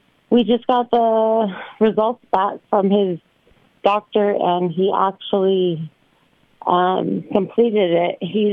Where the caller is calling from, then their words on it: Nevada, United States; in Nevada.